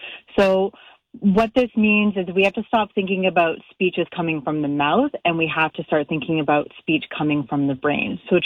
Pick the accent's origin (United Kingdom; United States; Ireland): United Kingdom; England; so I'm English, and if I go to speak French, I'm constantly having to process before I speak in French.